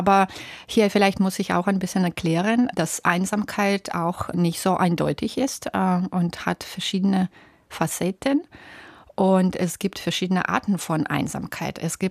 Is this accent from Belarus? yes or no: yes; Belarus; German is a second language; moved away; aufgewachsen, wie meistens Belarusinnen. Und vielleicht deshalb war ich schon immer mit dieser, wie sagt man, zwei Sprachen im Kopf.